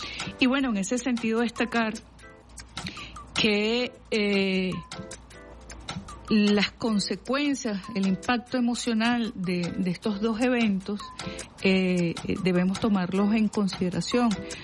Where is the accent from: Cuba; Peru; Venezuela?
Venezuela; como venezolanas y venezolanos, caribeñas, caribeños